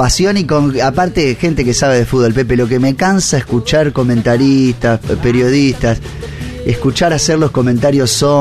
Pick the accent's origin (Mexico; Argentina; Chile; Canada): Argentina